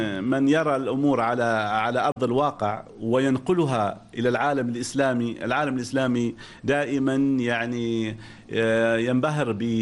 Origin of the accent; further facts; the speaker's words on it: Oman; أنا كعماني